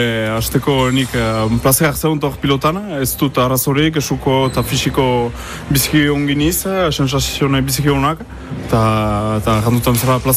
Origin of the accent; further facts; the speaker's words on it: Saint-Étienne-de-Baïgorry, Nouvelle-Aquitaine, France; 25 urtetut, eta Baigorrikoan iz.